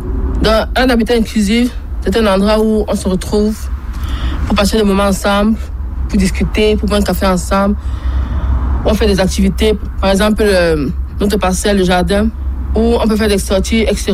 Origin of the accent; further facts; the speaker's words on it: Cameroon; now in Montauban, France; Ben avant, je vivais dans mon pays natal, le Cameroun, avec mon papa qui est décédé.